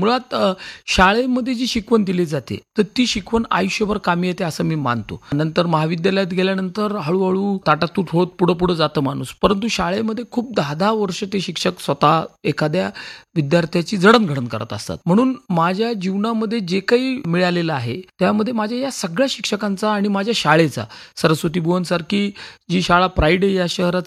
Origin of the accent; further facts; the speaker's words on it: Chhatrapati Sambhajinagar, Maharashtra, India; माझं सगळं बालपण या छत्रपती संभाजीनगर मध्ये गेलं आणि जवळपास जुन्या गावामध्ये, ज्याला तुम्ही गुलमंडी, राजा बाजार, समर्थनगर अशा ठिकाणी माझं बालपण गेलं. आणि तिथंच माझी जी शाळा होती ती सरस्वती भुवन, ही शाळा